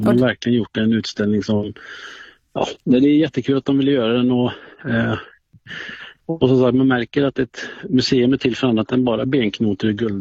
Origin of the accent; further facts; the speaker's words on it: Skara, Västra Götaland County, Sweden; Jag är uppvuxen i Skara